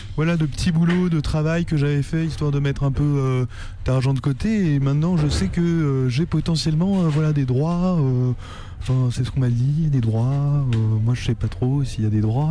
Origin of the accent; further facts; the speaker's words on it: Clermont-Ferrand, Auvergne-Rhône-Alpes, France; je viens de Clermont-Ferrand.